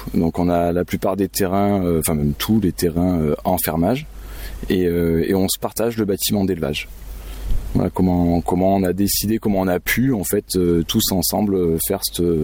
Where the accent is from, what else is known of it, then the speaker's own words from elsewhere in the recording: Provence-Alpes-Côte d'Azur, France; moved away as an adult; also born or lived in Grenoble; now in Lozère, France; voilà, je suis arrivé en Lozère en 2017, je suis originaire du Vaucluse